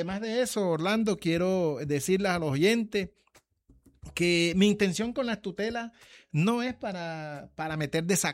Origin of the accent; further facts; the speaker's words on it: Cartagena, Bolívar, Colombia; somos nosotros, los cartageneros